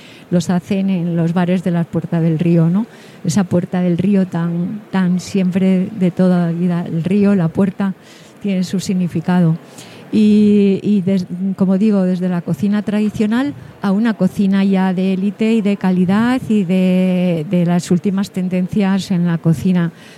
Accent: Salamanca, Castile and León, Spain

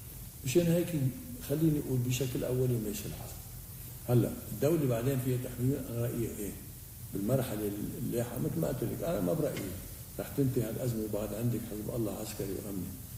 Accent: Lebanon

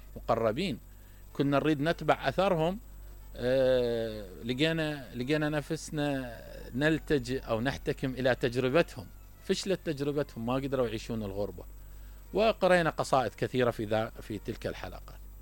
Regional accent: Basra, Basra Governorate, Iraq; يعني أنا أطلع من البصرة ما أقدر أعيش بالديوانية، ما أقدر أعيش ببغداد، ما أقدر أعيش بسليمانية،

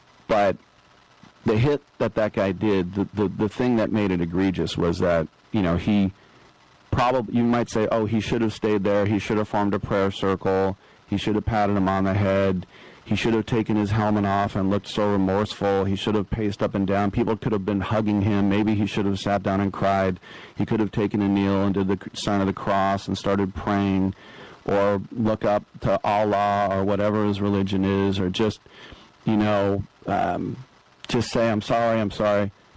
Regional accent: Berkeley, California, United States; And most of it has to do with just growing up in the Berkeley area and seeing how pathetic Cal is year in and year out.

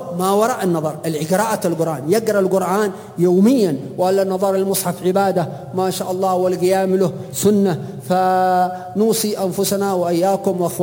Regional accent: Hadhramaut, Yemen; عندنا في حضرموت

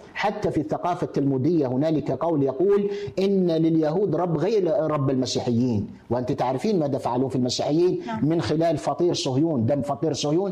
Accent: Algeria; عندنا في الجزائر حسيبة بن بوعلي وفاطمة سومر

